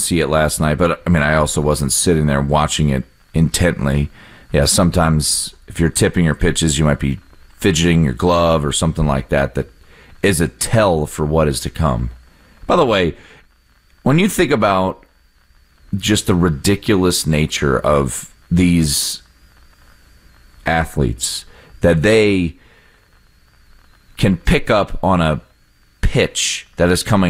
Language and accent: English; East Coast, United States; But I'm also from the East Coast.